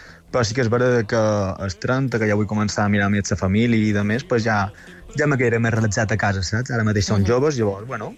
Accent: Inca, Balearic Islands, Spain; Jo soc d'Inca, Inquero.

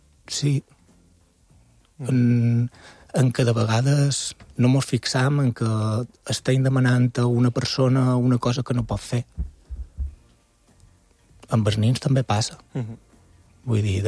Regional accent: Mallorca, Balearic Islands, Spain; accent: Mallorcan; la família, diguéssim, de que nostre xerrava en mallorquí i mon pare i mon mare xerren en castellà.

